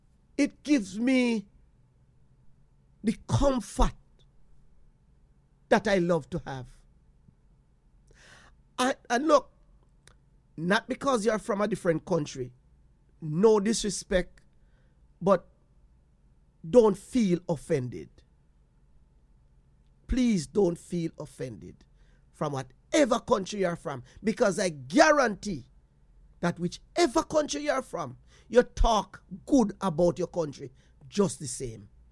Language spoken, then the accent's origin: English; Jamaica; So, I said, "I'm Jamaica, man. What you talk about? You know, hear me? You know, hear me talk?"